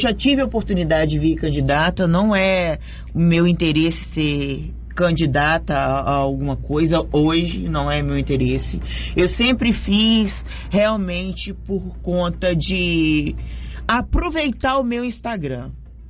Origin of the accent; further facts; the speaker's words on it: Minas Gerais, Brazil; moved away; Sou mineira.